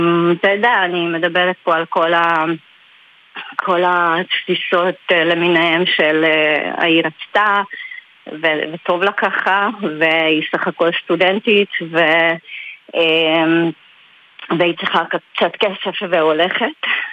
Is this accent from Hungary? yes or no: yes; Hungary; moved away as an adult; now in Israel; מהונגריה, נכון.